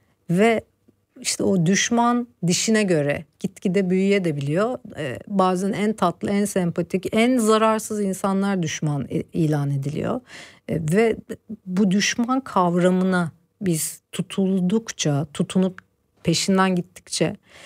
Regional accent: Anatolia, Turkey; orada doğup büyümemiş olsam bu müziği yapabileceğimi de sanmıyorum.

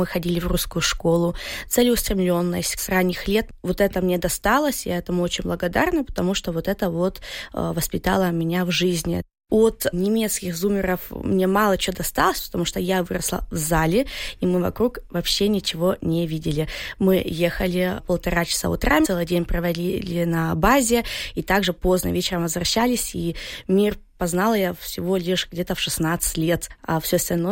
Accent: Berlin, Germany; also born or lived in Russia; Я родилась в России, и мне где-то было 8 месяцев. Мы приехали в Берлин жить. Так что я выросла, и на самом деле немка.

